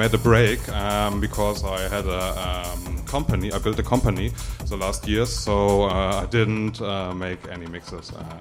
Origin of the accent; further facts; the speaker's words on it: North Rhine-Westphalia, Germany; English is a second language; now in Detroit, United States; Yeah, I come from the Rhine-Ruhr area.